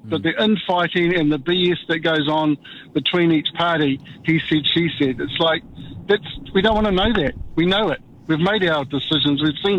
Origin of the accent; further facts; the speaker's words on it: New Zealand; As a New Zealander, here I am.